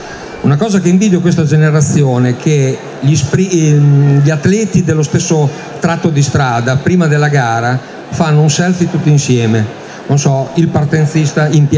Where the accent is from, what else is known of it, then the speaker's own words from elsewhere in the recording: Castel San Pietro Terme, Emilia-Romagna, Italy; forse siamo un po' presuntuosi qua a Castello.